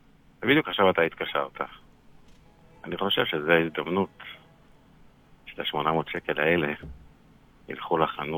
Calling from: Bnei Brak, Tel Aviv District, Israel; אני בבני ברק.

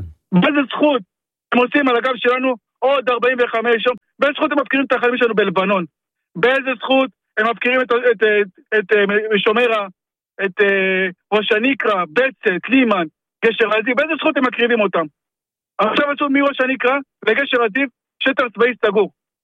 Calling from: Nahariya, Northern District, Israel; אני גר בנערי

